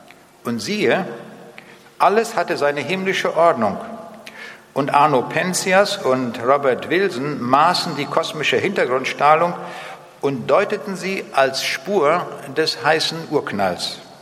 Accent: Braunschweig, Lower Saxony, Germany; Ich sage, ich komme aus Braunschweig und ich fahre nach Augsburg.

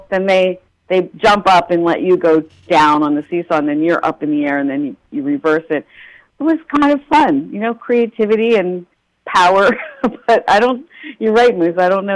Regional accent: Levittown, United States; moved away; I was just home in my hometown over the weekend, and I drove past a playground in Levittown, which was a planned community, you know, 65 years ago.

